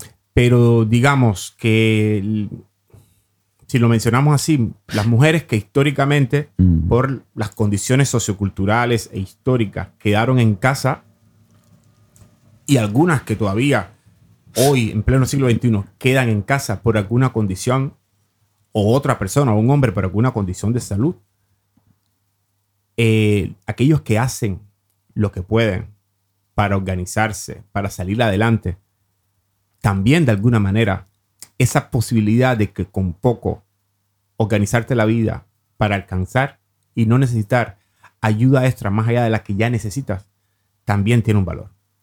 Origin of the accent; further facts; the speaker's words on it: Cuba; moved away as an adult; now in Norway; llego acá como inmigrante, que he tenido que desdoblarme en otros oficios que inicialmente no estaban en mi campo visual en Cuba